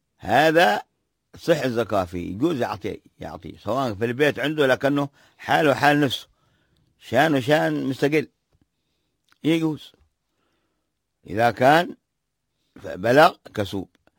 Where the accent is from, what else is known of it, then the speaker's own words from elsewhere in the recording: Hadramawt, Yemen; إذا كان من هؤلاء الأصناف الموجودين عندنا في حضرموت الفقراء والمساكين والغارمين وأبناء السبيل.